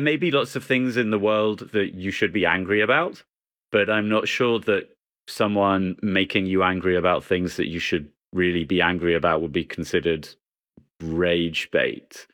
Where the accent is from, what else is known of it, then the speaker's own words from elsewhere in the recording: England, United Kingdom; sorry, I'm English. I call it a shopping trolley.